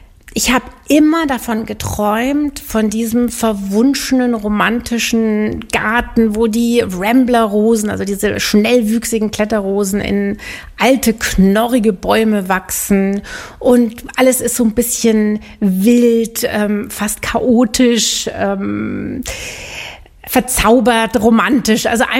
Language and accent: German; Munich, Bavaria, Germany; moved away as an adult; also born or lived in New England / France / Switzerland; Also ich bin tatsächlich direkt neben dem Hofbräuhaus in München aufgewachsen, ohne Garten, ohne Balkon.